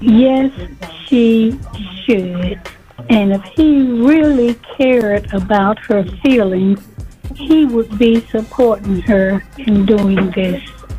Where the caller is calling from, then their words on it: Mount Gilead, North Carolina, United States; I'm calling from Mount Gilead here in North Carolina.